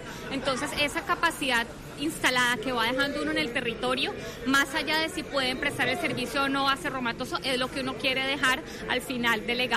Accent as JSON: {"language": "Spanish", "town": "Cali", "region": "Valle del Cauca", "country": "Colombia", "tie": "born or raised there", "lives_now": "Montelíbano, Colombia", "said": "Yo no soy oriunda de Montelíbano, yo soy oriunda de Cali, y en el tema gastronómico tengo todavía el corazoncito caleño."}